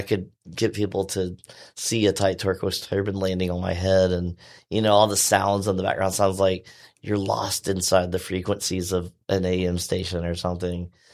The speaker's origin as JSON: {"language": "English", "town": "Mobile", "region": "Alabama", "country": "United States", "also_born_or_lived": "Theodore, Alabama", "said": "So anyway, we're all from Mobile. Mm-hmm."}